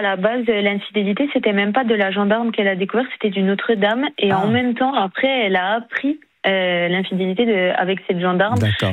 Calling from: Bourgogne-Franche-Comté, France; accent: petit accent de l'Est; Je viens de l'Est, de Bourgogne-Franche-Comté.

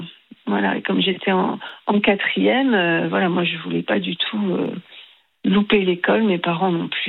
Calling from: Reims, Grand Est, France; Je vous appelle de Reims.

